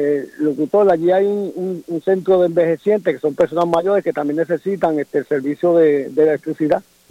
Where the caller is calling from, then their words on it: Puerto Rico; tenemos que empezar a pensar como puertorriqueños de verdad